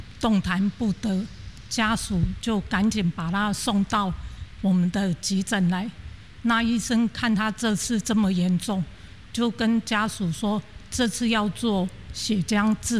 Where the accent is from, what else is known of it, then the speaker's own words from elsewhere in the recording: Pingtung County, Taiwan; 我来自屏东